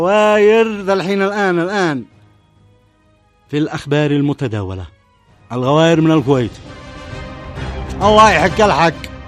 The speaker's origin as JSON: {"language": "Arabic", "country": "Yemen", "said": "بلادنا اليمن"}